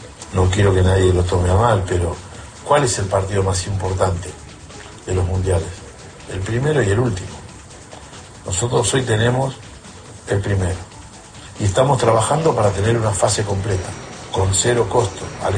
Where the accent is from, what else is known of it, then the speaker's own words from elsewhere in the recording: Argentina; Y yo también, porque somos argentinos, y porque estamos orgullosos.